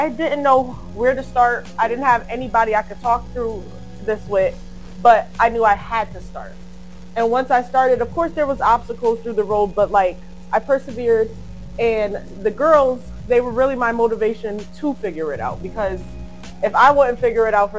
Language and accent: English; Bridgeport, Connecticut, United States; also born or lived in Norwalk; I was born in Norwalk, but I was raised here in Bridgeport.